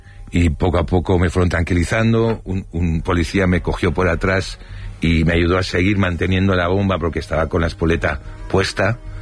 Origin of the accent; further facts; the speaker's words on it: Barcelona, Catalonia, Spain; born there; Pero si yo nací en Barcelona, ¿por qué soy murciano?